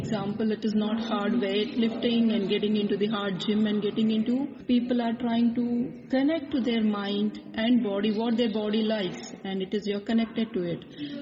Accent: India; English is a second language; now in Poland; I'm from India.

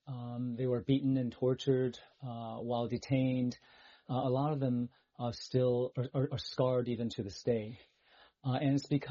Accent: Taiwan; also born or lived in Chicago, United States; First, I'm from Taiwan. Taiwan is my home. I was born in Chicago, incidentally, because my father was getting his PhD at the University of Chicago in political science.

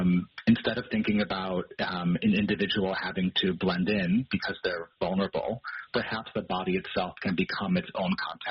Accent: United States; moved away as an adult; now in Israel; I'm an American Aleta to Israel. I've been here a few years

